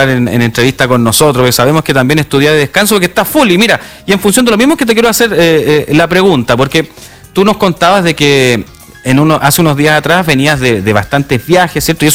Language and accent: Spanish; Mexico; Yo soy mexicano.